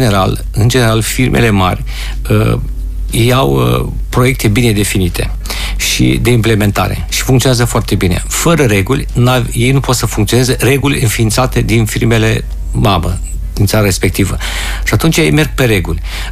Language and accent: Romanian; Romania; eu, ca român, cu toate că sunt naturalizat francez